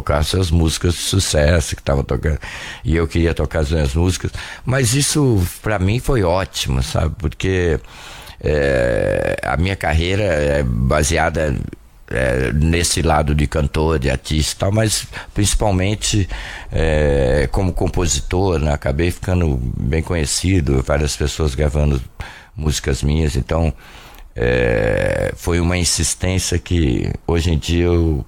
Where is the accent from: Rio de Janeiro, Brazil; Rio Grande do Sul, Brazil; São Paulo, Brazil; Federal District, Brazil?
São Paulo, Brazil; Ribeirão Preto; Sou. Nasci em Ribeirão, comecei minha carreira lá, né?